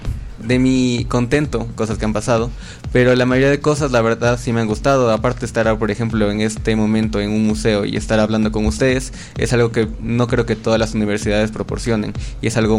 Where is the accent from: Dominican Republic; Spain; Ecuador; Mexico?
Ecuador; Ambato, Tungurahua